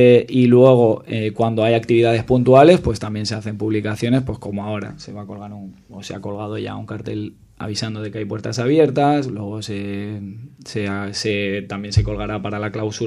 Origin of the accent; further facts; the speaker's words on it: Montornès del Vallès, Catalonia, Spain; los que somos de Montornès Norte de toda la vida